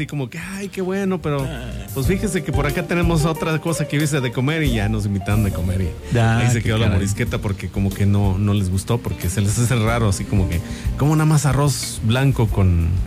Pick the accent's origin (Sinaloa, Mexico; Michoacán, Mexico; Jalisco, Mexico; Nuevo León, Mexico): Michoacán, Mexico; Morelia; born there; moved away; Es de allá donde yo nací. Yo nací en Michoacán, en Morelia, Michoacán.